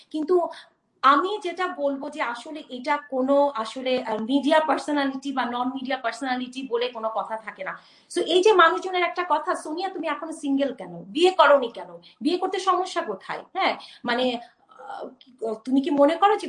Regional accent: Bangladesh

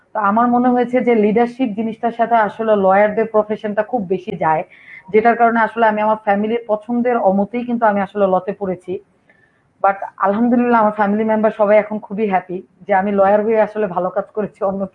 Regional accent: Bangladesh; আমরা যখন যে সময়টাতে বাংলাদেশের প্রেক্ষাপটে বড় হয়েছি, আমি বলছি আসলে 80-এর দশকের কথা

